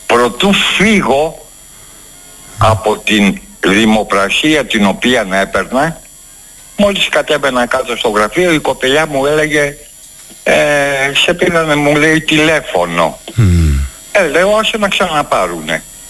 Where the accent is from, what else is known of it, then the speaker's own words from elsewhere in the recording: Greece; ως Έλληνες